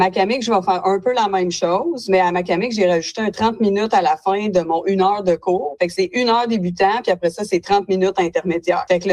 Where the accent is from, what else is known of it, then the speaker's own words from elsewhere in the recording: Val-d'Or, Quebec, Canada; moved away as an adult; now in Abitibi-Ouest, Canada; Moi, dans le fond, je viens de Val-d'Or, puis je suis arrivée en Abitibi-Ouest il y a quelques années